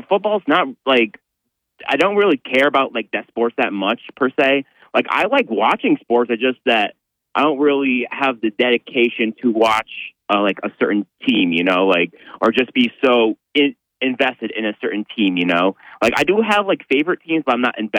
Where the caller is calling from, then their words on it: Endicott, New York, United States; from Endicott.